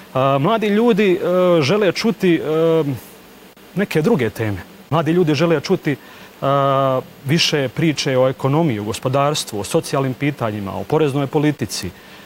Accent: Posušje, Federation of Bosnia and Herzegovina, Bosnia & Herzegovina; Ja dolazim iz Posušija

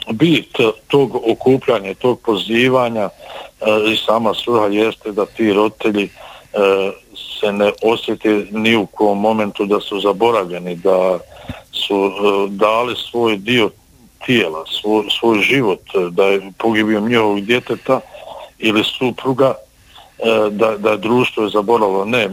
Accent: Bosnia & Herzegovina; Mi smo Bosanci i Hercegovci, nas nemate razloga, niti imate osnova, niti možete da prepoznate na ulici, u gradu, u sredini gdje boravimo, gdje živimo, gdje radimo.

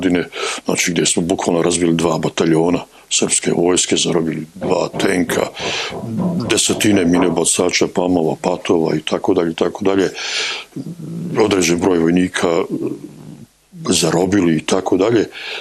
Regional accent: Mostar, Federation of Bosnia and Herzegovina, Bosnia & Herzegovina; moram to naglasiti, jer dolazim iz Mostara i sredine gdje sam učestvovao aktivno u tim borbama i protiv Hrvatske vojske

